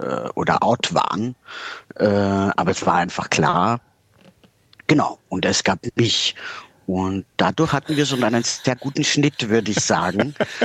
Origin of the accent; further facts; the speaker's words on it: Lower Austria, Austria; now in Berlin, Germany; Also ich komme aus Österreich.